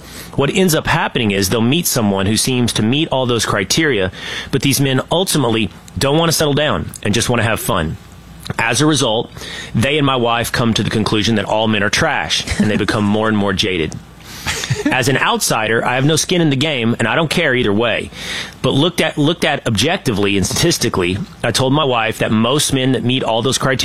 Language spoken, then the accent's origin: English; Sherman, Texas, United States; So I grew up in Sherman, Texas, 30,000 people, right?